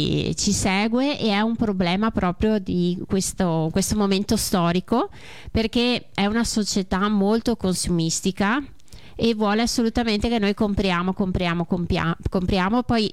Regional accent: Belluno, Veneto, Italy; Io arrivo, sì, da, sono di Belluno.

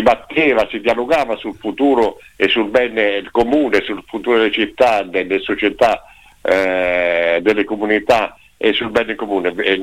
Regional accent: Perugia, Umbria, Italy

